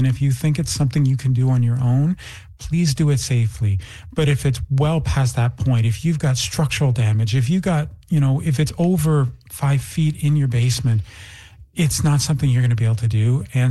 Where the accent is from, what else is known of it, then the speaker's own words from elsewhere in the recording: Brandon, Manitoba, Canada; But honestly, I'm from Brandon as a kid. We always had the Assiniboine flood